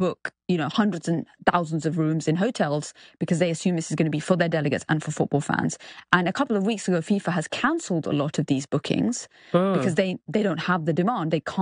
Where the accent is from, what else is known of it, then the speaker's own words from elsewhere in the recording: United Kingdom; And then there's the whole, and I've experienced this as a Brit who went to the US last year.